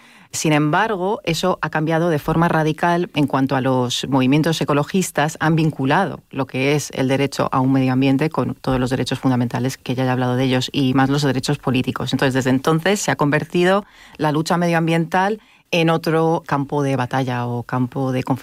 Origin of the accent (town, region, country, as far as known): Lebanon; Spanish is a second language